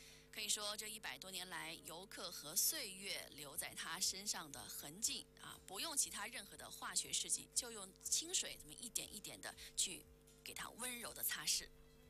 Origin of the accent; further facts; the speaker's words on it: Wuhan, Hubei, China; 咱们武汉人